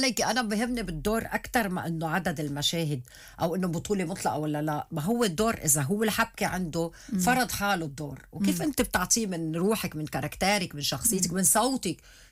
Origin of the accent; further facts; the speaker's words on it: Lebanon; عندنا بلبنان